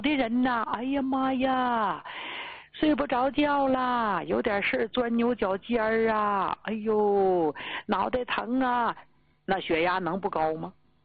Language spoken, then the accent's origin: Chinese; Northeast China, China; accent: Northeastern dialect; 用咱们东北话说